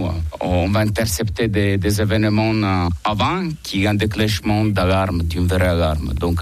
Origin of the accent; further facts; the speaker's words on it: Italy; French is a second language; moi, je suis italien.